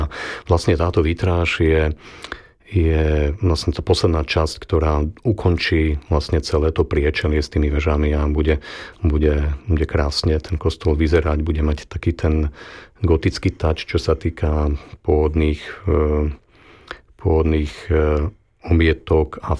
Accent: Trnava, Trnava Region, Slovakia; Tak som Trnavčan, v Trnave som sa narodil

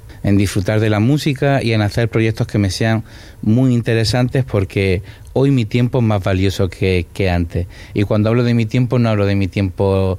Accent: Granada, Andalusia, Spain; con mucho arraigo de mi país, de donde vengo, y más aún de mi ciudad.

